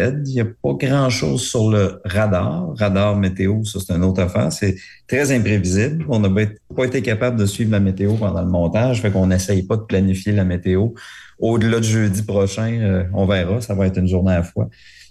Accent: Rimouski, Quebec, Canada; Moi, je viens de Rimouski, puis... Je me destinais plus au monde des affaires parce que ma famille était une famille d'entrepreneurs.

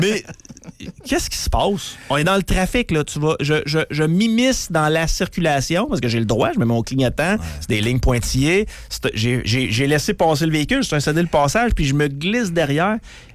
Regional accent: Quebec, Canada; Je viens du Québec.

